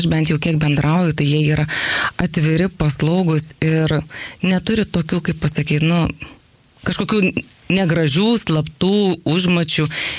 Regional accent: Utena, Utena County, Lithuania; moved away as an adult; also born or lived in Vilnius; now in Molėtai, Lithuania; aš gimiau ir užaugau Utenoje, o paskui, kai dažnas studentas kažkurio metu studijuoja didmiestyje, tai šiuo atveju Vilniuje

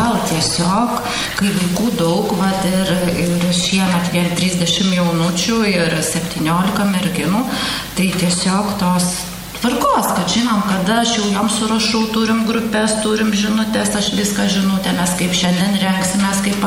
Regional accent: Utena, Utena County, Lithuania; visi matys, kad mes iš Utenos, kad mes atstovaujam Uteną.

